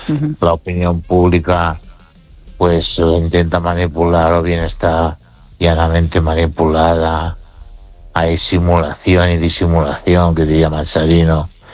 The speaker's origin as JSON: {"language": "Spanish", "town": "Ourense", "region": "Galicia", "country": "Spain"}